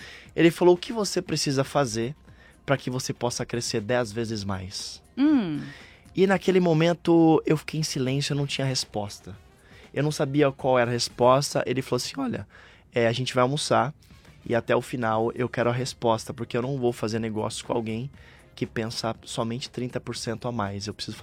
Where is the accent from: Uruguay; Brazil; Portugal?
Brazil; sou do Brasil